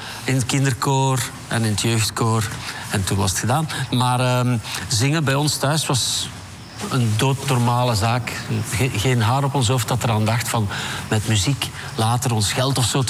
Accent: Sint-Genesius-Rode, Flanders, Belgium; Wij komen uit Sint-Genesius-Rode. Dat is een klein dorpje vlak onder Brussel. Op de taalgrens. Dus we spreken ook heel goed Frans.

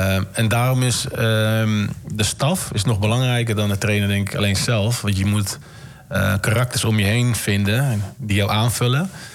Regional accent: Almere, Flevoland, Netherlands; Ik hou van Almere natuurlijk, ik kom van Almere.

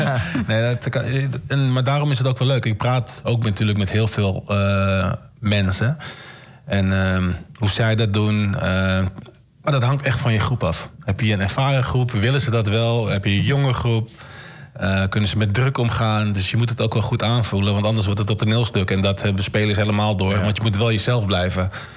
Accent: Almere, Flevoland, Netherlands; Ik hou van Almere natuurlijk, ik kom van Almere.

